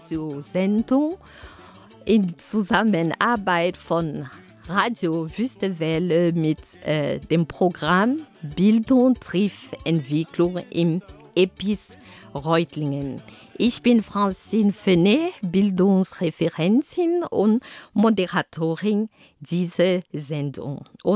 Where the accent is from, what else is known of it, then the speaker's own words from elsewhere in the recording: Cameroon; Da, wo ich herkomme, ist es gut, ist es schön. Aber es gibt auch woanders, wo es auch gut und schön und auch groß sind. Ich erinnere mich gerade an eine Landkarte, die ich bei mir zu Hause, als ich in Kamerun war, hatte.